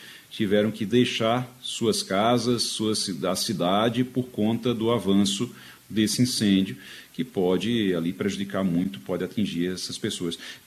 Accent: Caruaru, Pernambuco, Brazil; Eu sou de Caruaru também.

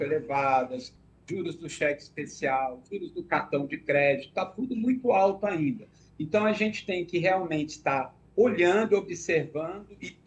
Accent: Brazil

